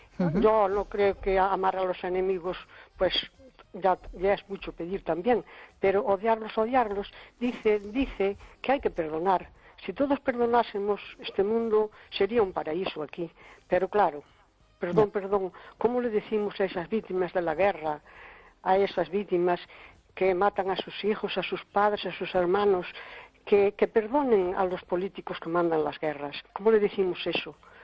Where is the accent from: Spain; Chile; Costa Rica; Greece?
Spain; Cespón, Galicia